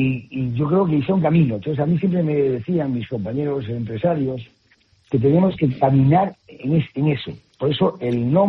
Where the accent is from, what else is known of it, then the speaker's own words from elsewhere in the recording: Galicia, Spain; somos muy gallegos